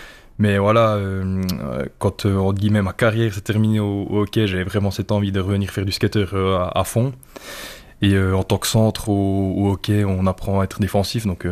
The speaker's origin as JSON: {"language": "French", "town": "Rossemaison", "region": "Jura", "country": "Switzerland", "tie": "born or raised there", "said": "j'ai grandi à Rosmaison."}